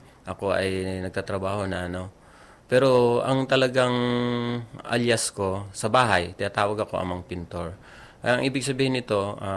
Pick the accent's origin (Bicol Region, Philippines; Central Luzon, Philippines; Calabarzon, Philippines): Central Luzon, Philippines; Pantabangan; born there; taga-Pantabangan ako. Doon ako isinilang.